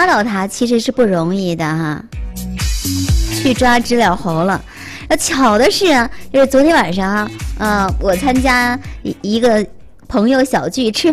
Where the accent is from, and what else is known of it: Northeast China, China